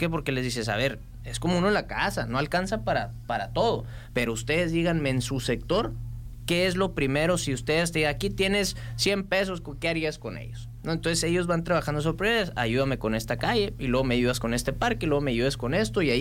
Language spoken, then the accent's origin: Spanish; Hermosillo, Sonora, Mexico; Oye, soy de Hermosillo, vivo en Hermosillo.